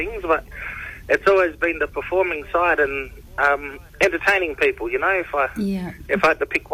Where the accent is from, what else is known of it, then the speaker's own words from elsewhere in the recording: Western Australia, Australia; My mob is the Noongar mob in the southwest of Western Australia. I got ties to Whadjuk, Ballardong and Wynundi and Newark. So I'm pretty much spread right across Noongar country.